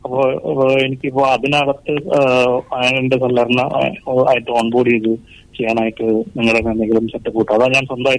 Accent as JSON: {"language": "Malayalam", "town": "Thrissur", "region": "Kerala", "country": "India", "said": "ഞാൻ തൃശ്ശൂരിന്നാണ്."}